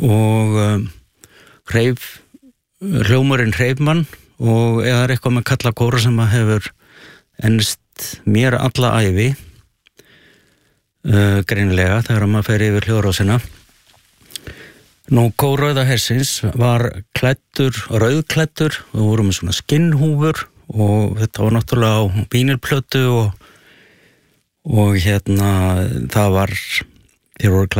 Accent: Helsinki, Uusimaa, Finland; Ég fæddur í Finnlandi og svona kaldastríðsbarn.

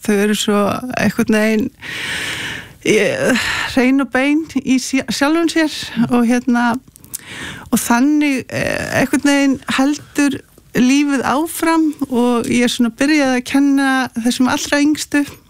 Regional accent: Reykjavík, Capital Region, Iceland; born or raised there

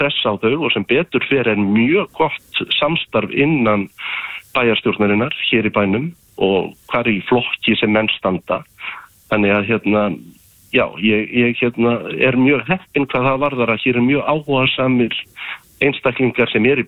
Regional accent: Siglufjörður, Northeastern Region, Iceland; Ég fættur uppalinn á Siglufirði

